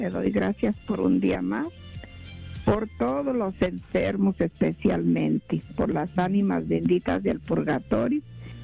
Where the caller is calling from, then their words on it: Orange, California, United States; En Orange, California